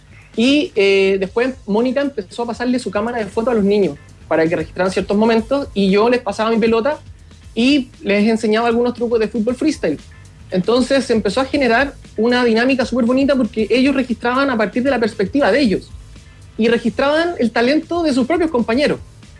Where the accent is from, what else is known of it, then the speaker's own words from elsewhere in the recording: Chile; now in Brazil; yo como chileno